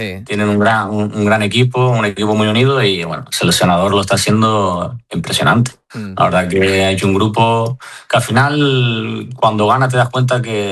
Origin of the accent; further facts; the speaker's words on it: Arguineguín, Canary Islands, Spain; now in Madrid, Spain; estuve en verano en mi pueblo, en Arineí